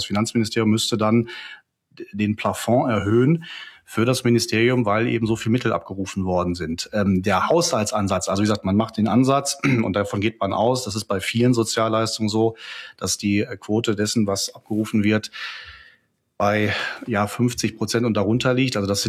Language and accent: German; North Rhine-Westphalia, Germany; für ganz Ostwestfalen-Lippe, meine Heimatregion